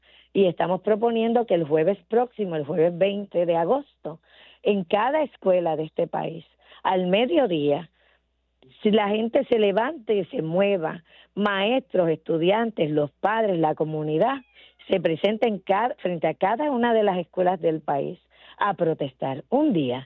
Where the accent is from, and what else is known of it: Puerto Rico